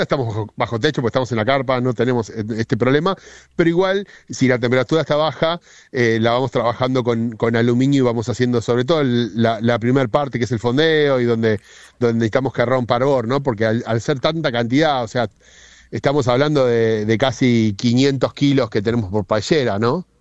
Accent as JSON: {"language": "Spanish", "town": "Azul", "region": "Buenos Aires Province", "country": "Argentina", "tie": "born or raised there", "also_born_or_lived": "Rosario, Argentina", "moved": "as an adult", "lives_now": "Ushuaia, Argentina", "said": "yo soy de Azul, provincia de Buenos Aires, y nada, vengo, me crié en el campo, y bueno, a los 18 me fui a Buenos Aires a formar en gastronomía"}